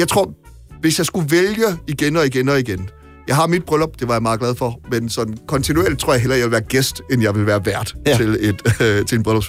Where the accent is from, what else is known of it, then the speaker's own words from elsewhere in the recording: Central Denmark Region, Denmark; som midtjyde føler man, at det er der sådan noget.